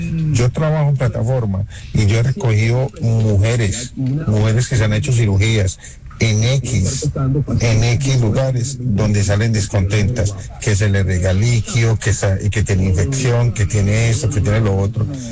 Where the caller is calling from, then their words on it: Colombia; seguimos siendo esos indios colombianos